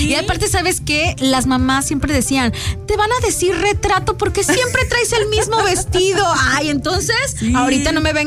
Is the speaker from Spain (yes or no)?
no; Mexico; nos pusimos bien mexicanos en México con nuestra fiesta mexicana.